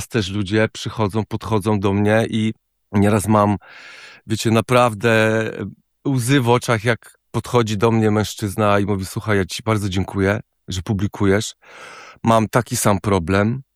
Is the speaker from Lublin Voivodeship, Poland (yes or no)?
no; Sieradz, Łódź Voivodeship, Poland; w Sieradzu mieszkam od urodzenia, tak? Także za moment będzie na 49 lat, jak mieszkam w Sieradzu.